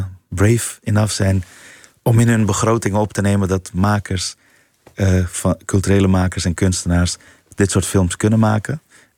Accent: Afghanistan; now in Netherlands; En als ik zei ik kom uit Afghanistan, zeiden mijn klasgenootjes, oh ja, dat ligt toch in Marokko?

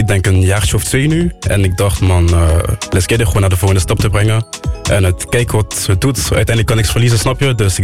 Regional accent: Leuven, Flanders, Belgium; first language French; Dutch is a second language; Van Leuven, regio Leuven.

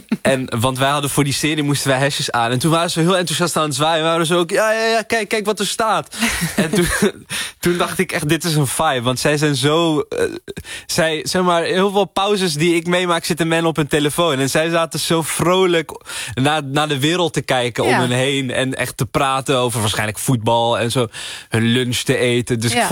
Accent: Amsterdam, North Holland, Netherlands; Want ik kom ook uit Amsterdam en daar is het nu ook niet echt aan de hand.

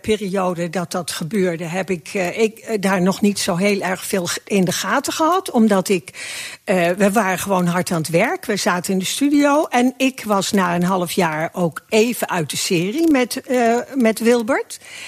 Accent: Arnhem, Gelderland, Netherlands; moved away; Ik kom uit Arnhem.

